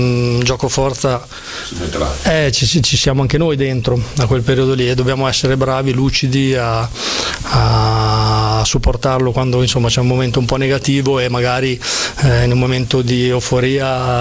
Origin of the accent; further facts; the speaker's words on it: Bologna, Emilia-Romagna, Italy; sono di Bologna